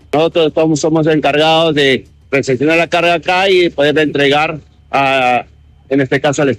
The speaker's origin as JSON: {"language": "Spanish", "country": "Peru", "said": "Nosotros, como Estado peruano"}